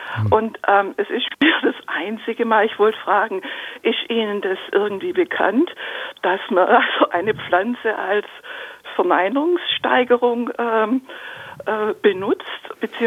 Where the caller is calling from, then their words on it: Baden-Württemberg, Germany; Ja, grüß Gott, zusammen Grüße von der Ostalb. Ich bin gerade in meiner Küche